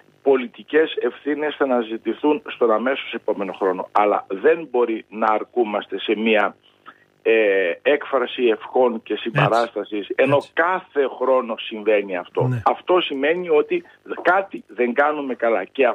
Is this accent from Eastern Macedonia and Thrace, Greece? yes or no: yes; Drama, Eastern Macedonia and Thrace, Greece; Κοιτάξτε, εγώ είμαι από τη Δράμα, ξέρετε ότι έχουμε το σπουδαιότερο δασικό συγκρότημα που έχει η χώρα